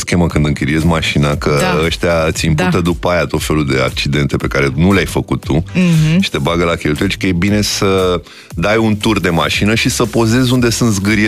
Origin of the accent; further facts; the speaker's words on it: Romania; noi suntem români